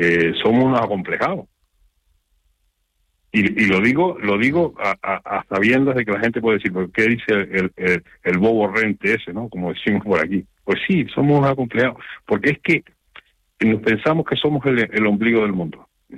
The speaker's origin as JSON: {"language": "Spanish", "region": "Canary Islands", "country": "Spain", "said": "¡somos canarios! No somos canarios, somos tontos."}